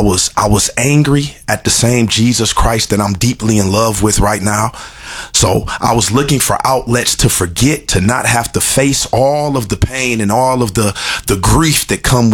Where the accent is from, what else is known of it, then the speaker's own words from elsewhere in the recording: Michigan, United States; I come from Michigan, as we just discussed.